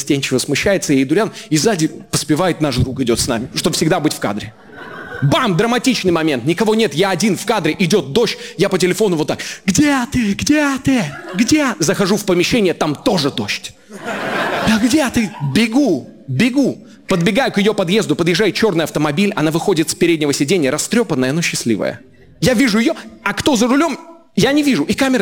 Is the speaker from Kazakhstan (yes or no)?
yes; Ust-Kamenogorsk, East Kazakhstan Region, Kazakhstan; now in Moscow, Russia; Я редко бываю в родном городе, в Усть-Каменогорске. Я в основном нахожусь в Москве.